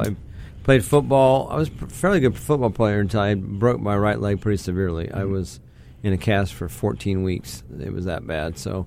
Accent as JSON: {"language": "English", "town": "Dallas", "region": "Texas", "country": "United States", "tie": "born or raised there", "said": "I grew up in Dallas, Texas"}